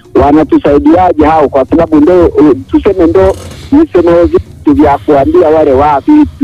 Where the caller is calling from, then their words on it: Kagera, Tanzania; natoka Ilai ya Kierwa, kijiji ya Rutsumsi, kitongoji Kabanga A, pakana Uganda huko na Rwanda.